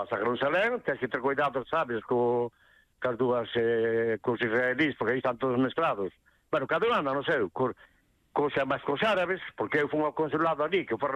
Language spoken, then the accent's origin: Galician; Ribeira, Galicia, Spain; moved away; Pois é o son de Ribeira, vine aquí ao son que tiña unha moza.